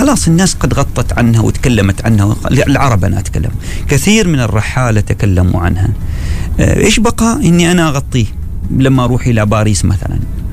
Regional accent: Oman; محدثك عماني وافتخر بعمانيتي وافتخر بهويتي

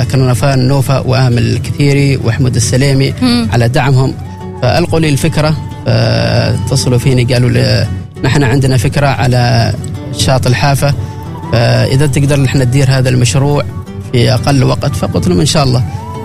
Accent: Oman; صار نحن كعمانيين البيت الثالث

